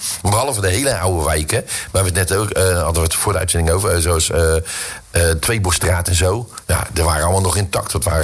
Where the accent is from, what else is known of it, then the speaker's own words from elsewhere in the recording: Netherlands; En dan zeg ik zo, tering Turk, want het zijn enige zijn Turken, wij zijn Hollanders.